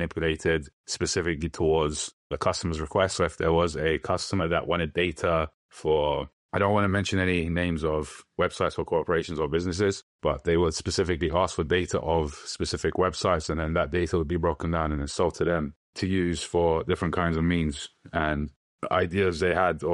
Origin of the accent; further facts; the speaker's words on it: London, United Kingdom; Ethnically, I'm Turkish. I grew up in London.